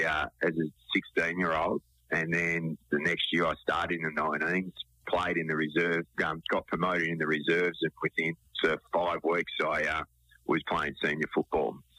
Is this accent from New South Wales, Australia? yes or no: no; Ferntree Gully, Victoria, Australia; So North Melbourne, where I grew up in Ferntree Gully, out at the foot of the Dandenong Ranges was North Melbourne's zone.